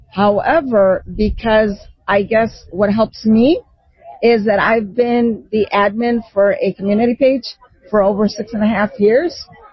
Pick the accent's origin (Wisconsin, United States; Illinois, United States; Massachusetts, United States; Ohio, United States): Illinois, United States; Chicago; I grew up on 26th Street. Okay. Little Village. When I grew up there, it was predominantly Ukraine, Lithuanian, Polish, all European.